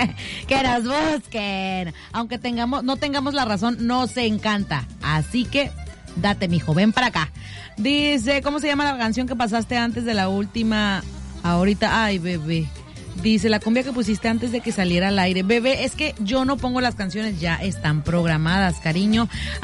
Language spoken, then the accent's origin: Spanish; Tamaulipas, Mexico; Me encanta mi tierra, Tamaulipas.